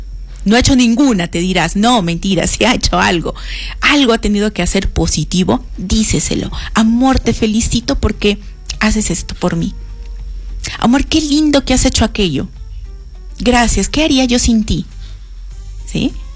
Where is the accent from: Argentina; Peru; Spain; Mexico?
Peru; Nosotros como cultura peruana